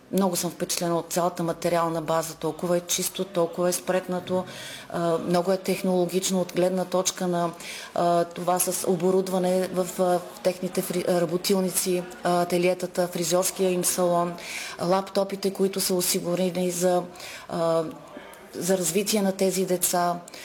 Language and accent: Bulgarian; Kardzhali, Kardzhali Province, Bulgaria; Преди всичко аз съм тук като кърджалийка